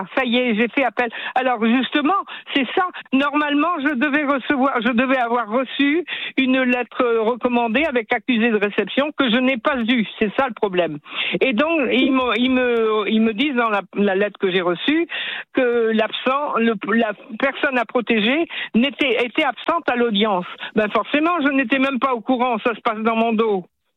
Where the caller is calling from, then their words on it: Quimper, Brittany, France; Je suis sur Quimper